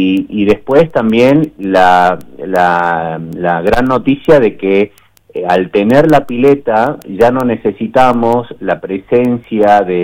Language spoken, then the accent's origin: Spanish; Argentina